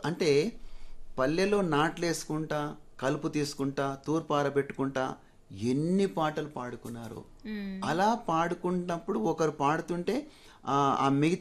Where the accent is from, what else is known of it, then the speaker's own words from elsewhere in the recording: Remaddula, Telangana, India; అందుకని ముఖ్యంగా మా ఊర్లో, మాది పాలమూరు జిల్లా కొల్లాపూర్ తాలూకా రేమద్దుల గ్రామం, అక్కడ మా ఊర్లో ఈ శ్రమను మర్చిపోవడానికి